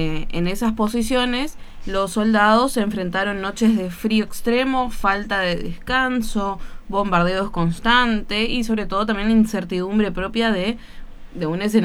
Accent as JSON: {"language": "Spanish", "country": "Argentina", "said": "nuestro territorio argentino"}